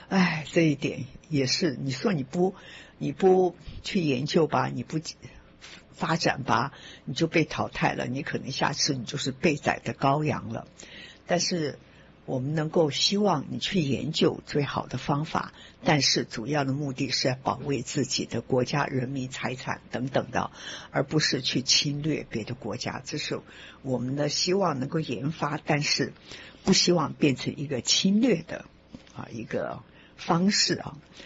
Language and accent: Chinese; Taiwan; 因为我来自台湾，我们知道台湾非常有名的裕隆汽车，在我年轻的时候或更小时候，裕隆汽车就有了